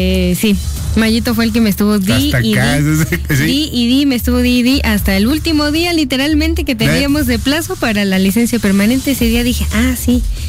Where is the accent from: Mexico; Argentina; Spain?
Mexico